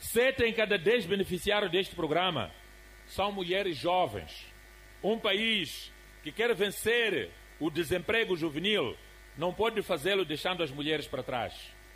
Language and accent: Portuguese; Mozambique; Este dinheiro não interessa, porque todos nós somos moçambicanos e irmãos moçambicanos.